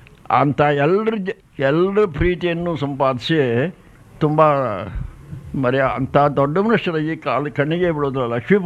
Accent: Melkote, Karnataka, India; born there; ನಾನು ಮೇಲ್ಕೋಟೆಯಲ್ಲಿ ಹುಟ್ಟಿದೆ.

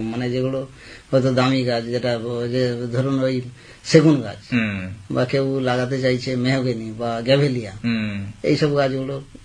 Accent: Namkhana, West Bengal, India; আমি নামখানা নারায়ণপুর থেকে এসেছি, দক্ষিণ চব্বিশ পরগনা

